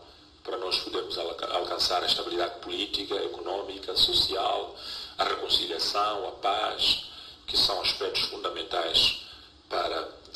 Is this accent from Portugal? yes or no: no; Mozambique; a nossa experiência como moçambicanos